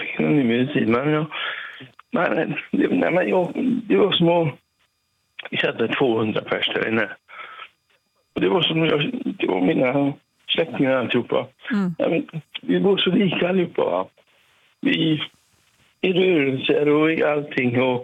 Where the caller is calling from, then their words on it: Brösta, Västra Götaland County, Sweden; Jag är från Lysekils kommun, en litet samhälle som heter Brösta.